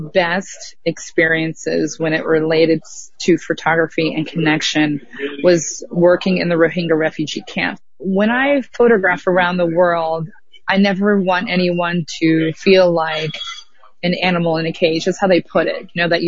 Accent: Indianapolis, Indiana, United States; I grew up in Indianapolis

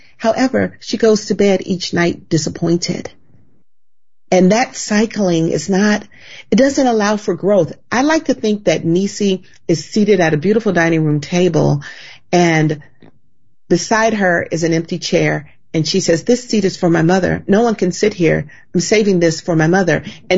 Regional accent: the South, United States; As a Southerner, everyone's always saying, Southern families are such great storytellers.

